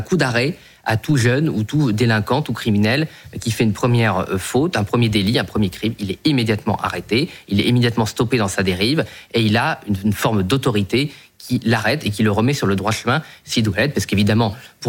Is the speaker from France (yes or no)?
yes; Boulogne-sur-Mer, Hauts-de-France, France; born there; Moi, je suis né à Boulogne-sur-Mer, bon, c'est les voisins, les Pays-Bas